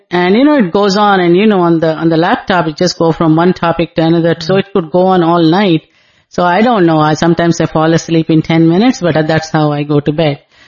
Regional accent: India; I'm an Indian, and I went to a school that was very much a Indian school

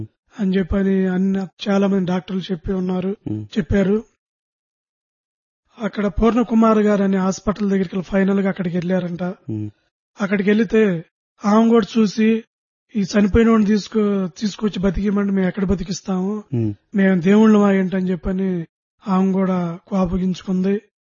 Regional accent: Guntur district, Andhra Pradesh, India; మాది ఆంధ్ర రాష్ట్రం గుంటూరు జిల్లా తెనాలి మండలం నందివేలు గ్రామ వాస్తవ్యులు.

